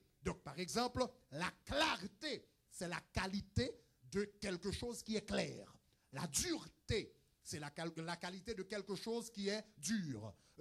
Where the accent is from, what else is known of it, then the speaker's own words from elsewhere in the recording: Haiti; moi, avant, en tant qu'Haïtien, je dis, nous venons qu'on est sous le nom d'Ezuli